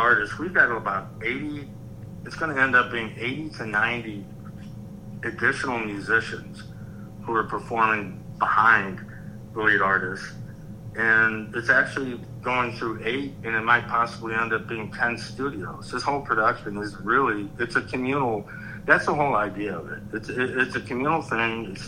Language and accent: English; St. Louis, Missouri, United States; growing up in St. Louis